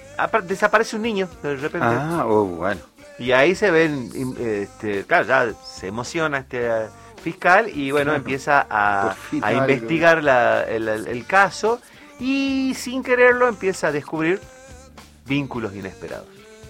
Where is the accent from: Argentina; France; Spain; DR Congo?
Argentina; porque somos argentinos, creo.